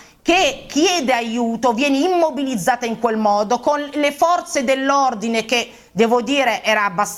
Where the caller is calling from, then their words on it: Morocco; Del mio paese, che è lavorare. Il Marocco